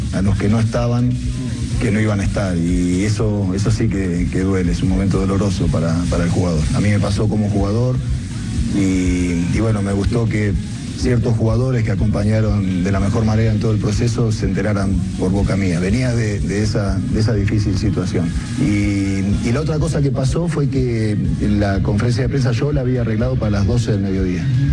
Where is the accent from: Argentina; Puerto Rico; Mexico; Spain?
Argentina; moved away as an adult; also born or lived in Italy / England; Yo me fui a los 22 años de Argentina a Italia, Inglaterra, y nunca sos ciudadano del país donde estás, sino que tenés tus raíces